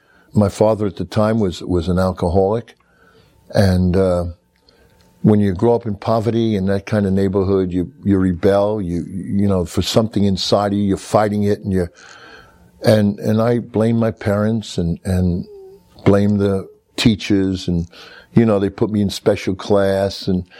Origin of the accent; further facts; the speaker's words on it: Brooklyn, New York, United States; I come from Brooklyn, New York, a little section in Brooklyn, New York called Coney Island. That's where the amusement center is.